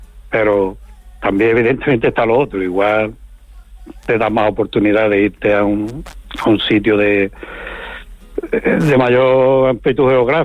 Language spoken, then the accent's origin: Spanish; Paterna de Rivera, Andalusia, Spain